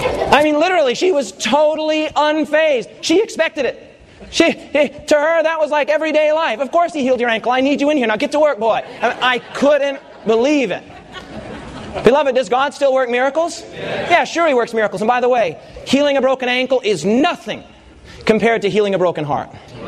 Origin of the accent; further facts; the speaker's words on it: Rapid City, South Dakota, United States; I was from Rapid City, South Dakota.